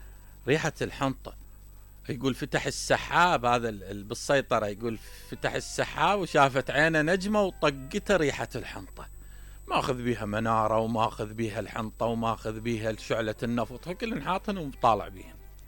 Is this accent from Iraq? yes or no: yes; Iraq; هنا عندنا بالعراق